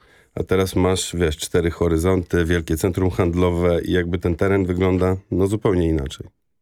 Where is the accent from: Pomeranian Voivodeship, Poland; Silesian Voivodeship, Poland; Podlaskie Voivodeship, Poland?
Pomeranian Voivodeship, Poland; Gdańsk; Ja się wychowywałem na ulicy Jagiellońskiej, to są te falowce słynne.